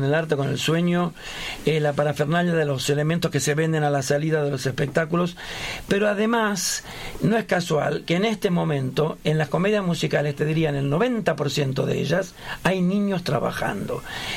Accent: Córdoba, Argentina; Soy un cordobés nato

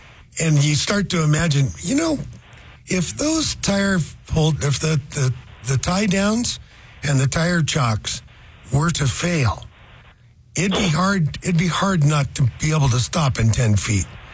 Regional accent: Seattle, Washington, United States; I was from Ballard, so...

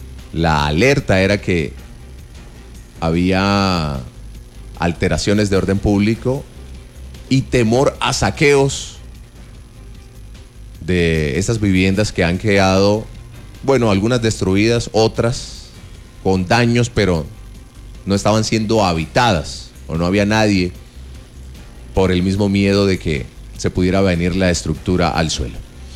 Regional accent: Cauca, Colombia; Vamos a unirnos como colombianos, vamos a unirnos como hermanos.

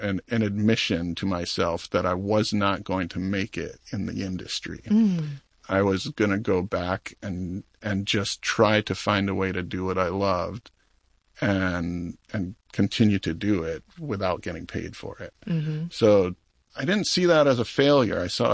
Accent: Hawaii, United States; I grew up on Maui, a small island in the middle of the Pacific Ocean

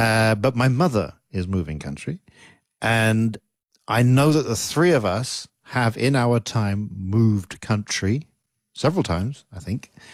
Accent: Malaysia; I actually really love living in Malaysia, and I don't want to leave. I don't want to move, but I feel like a bad Malaysian for saying that.

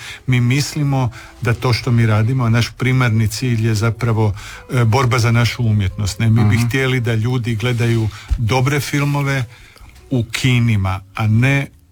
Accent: Croatia; Ja radim filmove, ja dolazim iz Hrvatske.

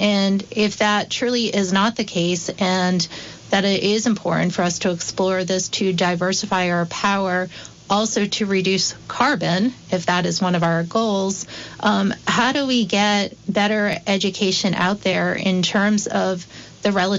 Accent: Massachusetts, United States; I know that growing up in Massachusetts, late 70s, 80s, and, you know, growing up with Chernobyl

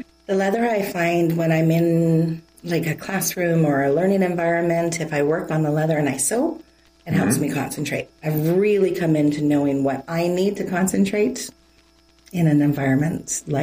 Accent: Toronto, Ontario, Canada; born there; also born or lived in Georgina, Ontario; I grew up kind of in Toronto, and then sat in, so Georgina, so it was quieter when I moved there.

